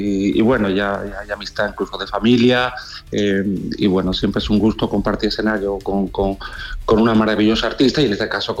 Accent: Jerez de la Frontera, Andalusia, Spain; born there; moved away; volver a mi tierra, Jerez de la Frontera, a mi casa.

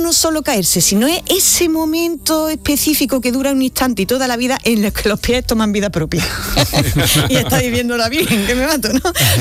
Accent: Andalusia, Spain; que es como se diría en mi pueblo, en vuestro pueblo se dice, te vas a escalabocinar.

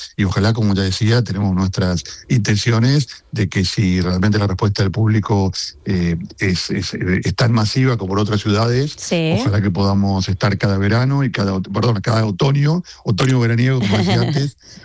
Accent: Argentina; Yo vengo de Argentina y allí hemos tenido mucha gente que ha venido a España

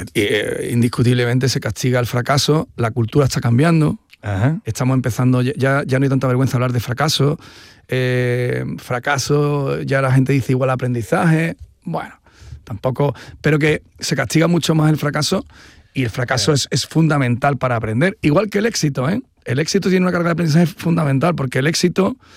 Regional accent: Andalusia, Spain; los andaluces no existíamos en el radar

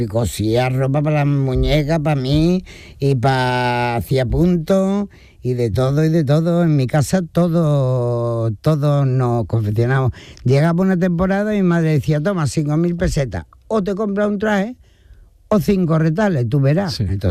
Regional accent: Seville, Andalusia, Spain; also born or lived in Antequera; Y nos vinimos para acá, con lo cual yo desde que tengo un año vivo en Sevilla, me considero más sevillana

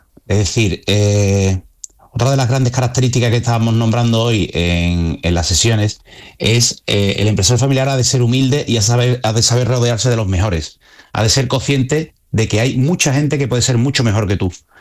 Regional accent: Andalusia, Spain; para no contestar como un gallego, sino como un buen andaluz

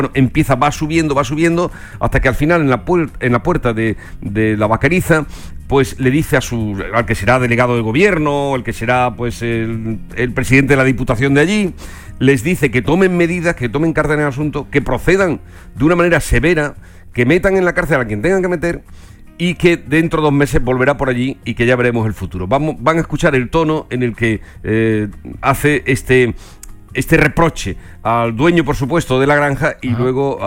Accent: Andalusia, Spain; allí por mi tierra, en Los Pedroches.

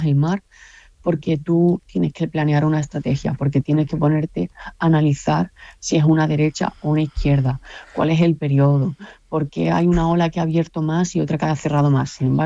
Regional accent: Andalusia, Spain; yo soy del Mediterráneo y es verdad que la cultura que nosotros en la zona de Málaga, a lo mejor toda la zona de Andalucía

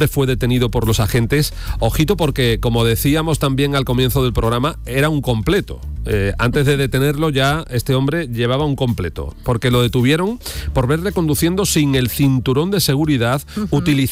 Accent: Jerez de la Frontera, Andalusia, Spain; especialmente el vinagre de Jerez, que es un yo tengo que presumir del de mi tierra, ¿eh?

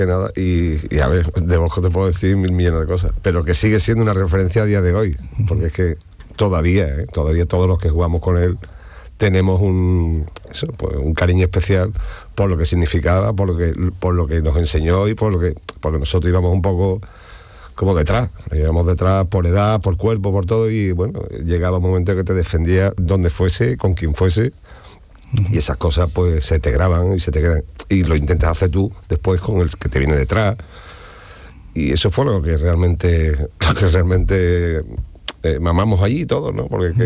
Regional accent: Andalusia, Spain; yo venía del Aljarafe, que era otro equipo. Yo me crié en el Aljarafe.

